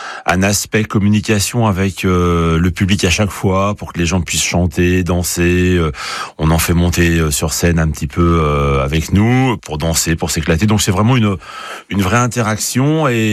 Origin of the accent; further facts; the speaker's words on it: France; chez nous en France